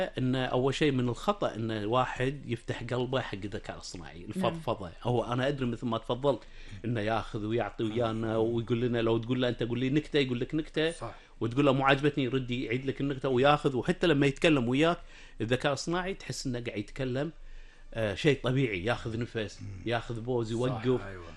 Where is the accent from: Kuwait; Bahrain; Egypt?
Kuwait; إحنا كمجتمع كويتي وبالكويت